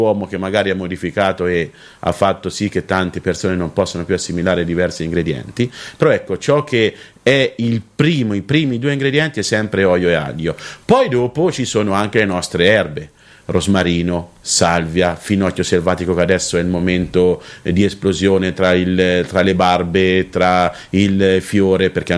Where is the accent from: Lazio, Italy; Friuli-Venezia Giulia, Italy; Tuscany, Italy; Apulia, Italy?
Tuscany, Italy; Cortona; io sono aretino e cortonese, perché sono del comune di Cortona